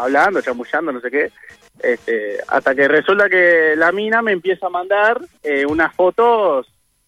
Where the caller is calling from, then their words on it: Montevideo, Uruguay; Yo soy de Montevideo